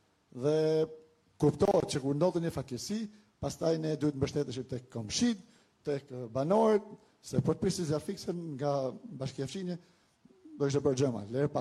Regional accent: Fushë-Arrëz, Shkodër County, Albania; jam nga Fusharrëzi.

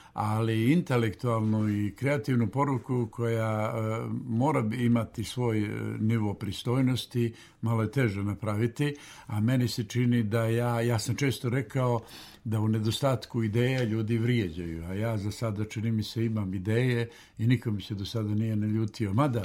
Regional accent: Berane, Berane Municipality, Montenegro; Zaista mi je drago vratiti se u ovaj studio u mom rodnom gradu i uvijek se sjećam sjajno kada dođemo u studiju Radio Berana.

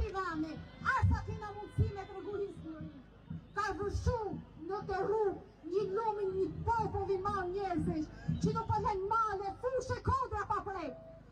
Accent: Kosovo; jam nëne tre vajzave, jam di shqiptare dhe nëne tre vajzave shqiptare.

